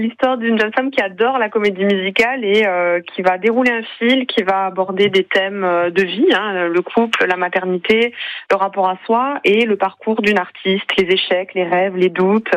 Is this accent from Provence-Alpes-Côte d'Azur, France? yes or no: no; Perpignan, Occitanie, France; Exactement, j'ai grandi à Perpignan.